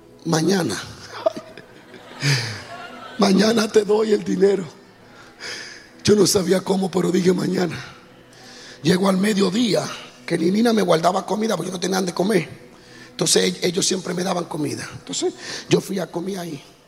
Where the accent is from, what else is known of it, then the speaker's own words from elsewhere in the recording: Dominican Republic; como dominicano tigre en ese tiempo, cristiano pero sabio, yo dije, si pregunto de quién es, en San Pedro, en una calle de dominicana